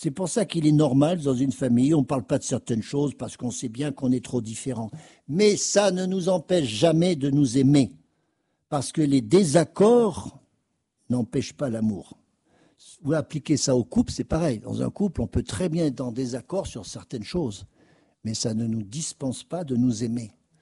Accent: France

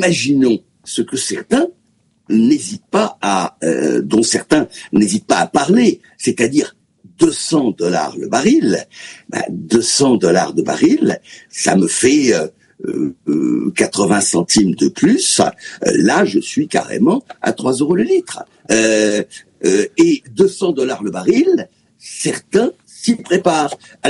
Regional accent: South-West, France; Il se trouve que je suis du Sud-Ouest, je connais bien la ville de Pau.

